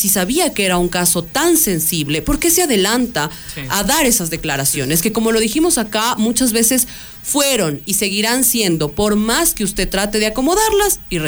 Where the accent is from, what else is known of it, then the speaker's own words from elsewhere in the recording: Ecuador; nosotros nos encontramos como ecuatorianos